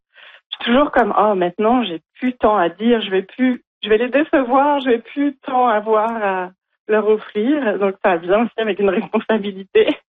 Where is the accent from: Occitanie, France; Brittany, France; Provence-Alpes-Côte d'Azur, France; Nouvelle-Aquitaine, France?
Brittany, France; moved away as an adult; now in Montreal, Canada; Moi, je viens d'une région, la Bretagne en France, qui est très, très axée sur la mer. Et ça fait 20 ans que je vis à Montréal.